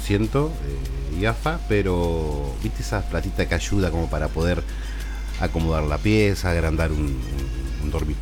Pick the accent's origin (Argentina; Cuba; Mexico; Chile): Argentina; siendo acá uno argentino